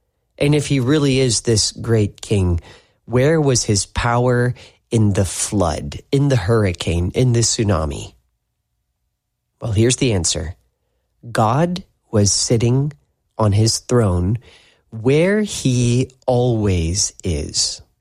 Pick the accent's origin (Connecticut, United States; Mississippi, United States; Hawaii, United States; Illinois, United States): Mississippi, United States; Tupelo